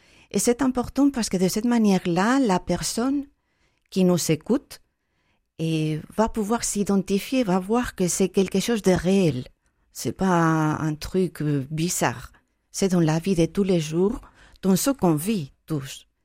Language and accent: French; Spain; French is a second language; Et moi je dis, si je suis espagnole et je peux le faire, vous pouvez le faire vous.